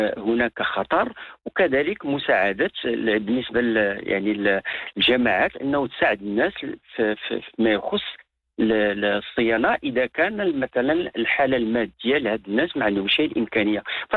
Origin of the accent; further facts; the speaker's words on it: Morocco; لانه هنا عندنا في المغرب المقاوله ديال البناء هي اخر حاجه ما كنتكلموا عليها